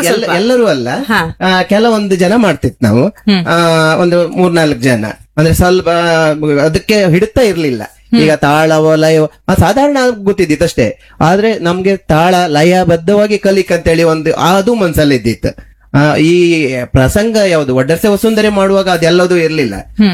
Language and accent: Kannada; Vaddarse, Karnataka, India